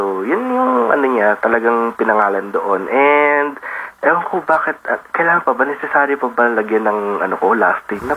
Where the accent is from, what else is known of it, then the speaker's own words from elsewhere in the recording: Central Visayas, Philippines; kung saan ako lumaki, yung naging childhood province ko, which is yung Cebu province namin talaga siya.